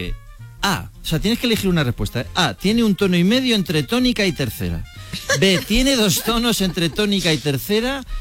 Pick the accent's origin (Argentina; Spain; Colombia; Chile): Spain; Medina de Pomar, Castile and León; pueblo, en mi pueblo, sí, Nieves, sí. En Medina, sí, de Pomar.